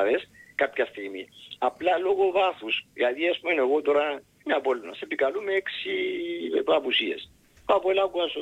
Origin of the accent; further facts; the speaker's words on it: Limassol, Limassol District, Cyprus; είμαι από τη Λεμεσό.